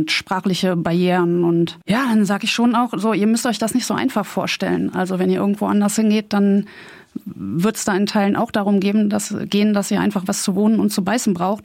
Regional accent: North Rhine-Westphalia, Germany; born or raised there

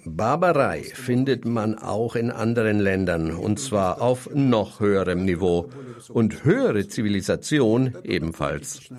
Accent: Russia; moved away; Ich selbst bin aus Russland emigriert, weil ich nicht in einer Welt leben wollte, die sich Wladimir Putin ausgedacht hat.

